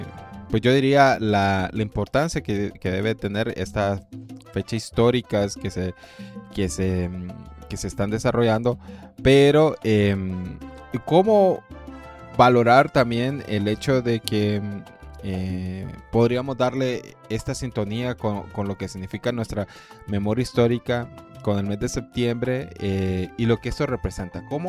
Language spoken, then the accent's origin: Spanish; Honduras; nos une como hondureños